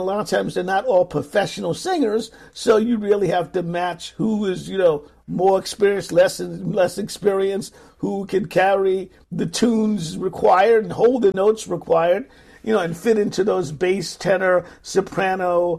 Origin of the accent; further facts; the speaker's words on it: Brooklyn, New York, United States; I am from Brooklyn, yeah.